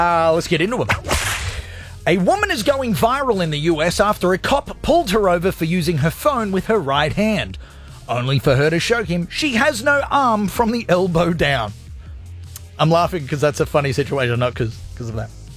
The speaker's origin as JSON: {"language": "English", "town": "Gold Coast", "region": "Queensland", "country": "Australia", "said": "I'm from the Gold Coast, so I can say that joke."}